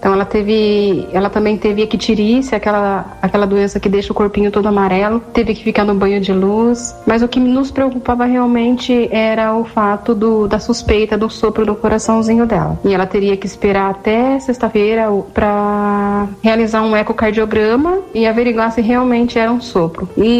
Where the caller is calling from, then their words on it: Salto, São Paulo, Brazil; sou da cidade de Salto